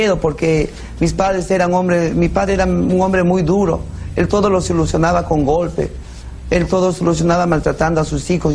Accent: La Oroya, Junín, Peru; Yo estudiaba en el colegio en La Oroya, yo soy natural de La Oroya.

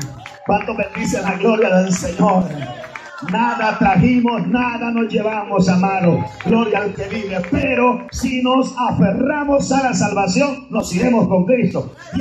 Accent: Guatemala; ya, hermano, no sé ni de dónde soy. Yo estoy revuelto con hondureños, cubanos. Yo sigo diciendo que soy de Guatemala, pero ya no se me oye igual, hermano.

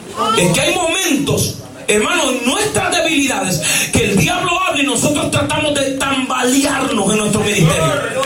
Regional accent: Honduras; moved away

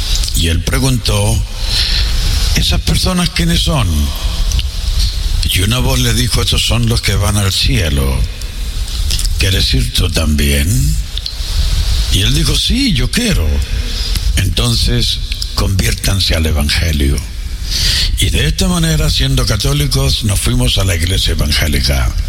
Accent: Santiago, Santiago Metropolitan Region, Chile; born there; Soy de origen chileno. Nací en Santiago de Chile en 1939.

